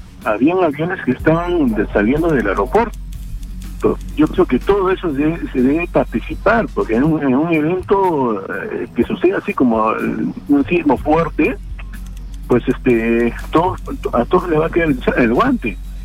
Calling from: Lima, Peru; llamo de Magdalena del Mar.

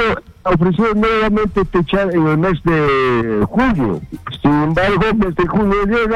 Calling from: Apurímac, Peru; Estoy llamando de Apurímac

